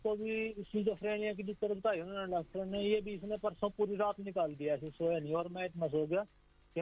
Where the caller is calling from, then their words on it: Haryana, India; हरियाणा से बोल रहा हूँ मैं, गांव की सुनिया है, डिस्ट्रिक्ट करनाल है जी।